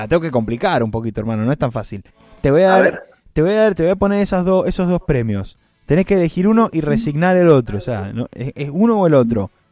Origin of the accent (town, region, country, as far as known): Mendoza, Argentina